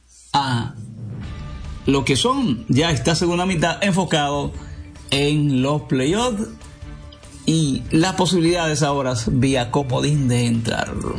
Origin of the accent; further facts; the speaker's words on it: La Vega, Dominican Republic; born there; de mi tierra, Bacuí Abajo